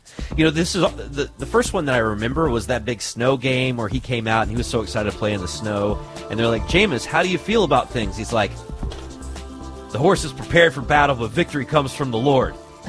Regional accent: the South, United States; I'm from the South

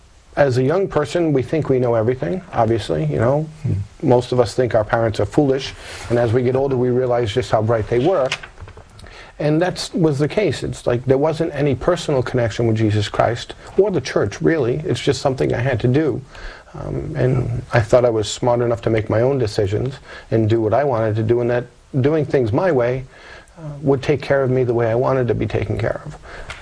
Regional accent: Rhode Island, United States; Well, I was brought up Catholic in Rhode Island, one of five children of my parents

